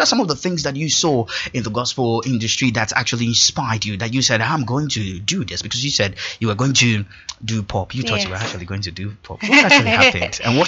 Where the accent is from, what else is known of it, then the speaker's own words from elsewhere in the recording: Ghana; That's where they saw that I'm Ghanaian, not South Africa